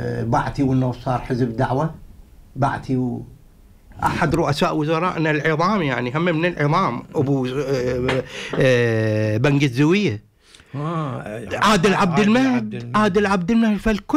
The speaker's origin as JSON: {"language": "Arabic", "region": "Southern Iraq", "country": "Iraq", "said": "إحنا الشماهي عندنا بالجنوب هو أصغر أنواع السمك،"}